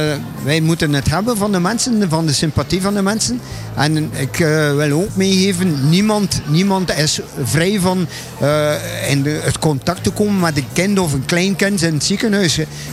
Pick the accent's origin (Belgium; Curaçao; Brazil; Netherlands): Belgium; Roeselare, Flanders; Ja, inderdaad. We zijn van Roeselaar.